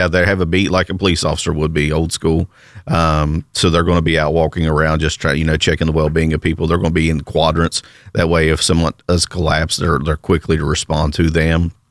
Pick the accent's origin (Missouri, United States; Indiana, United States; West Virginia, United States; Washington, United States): West Virginia, United States; Whitesville; So I was raised around fire departments. My dad was a longtime fire chief in my hometown of Whitesville down in Boone County. I grew up in a fire station